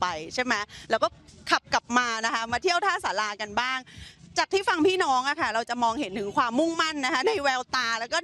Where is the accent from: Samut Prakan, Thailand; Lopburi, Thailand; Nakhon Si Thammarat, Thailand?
Nakhon Si Thammarat, Thailand; ดีใจจังเลยอ่ะด้วยความที่เราก็เป็นคนนครศรีธรรมราชนะคะ